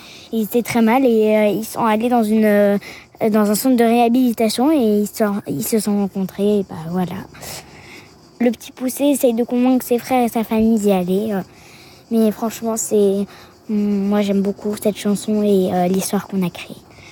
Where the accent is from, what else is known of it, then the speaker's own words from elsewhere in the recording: Réunion; Je viens de la Réunion et je suis à l'école Risseau Blanc à la montagne.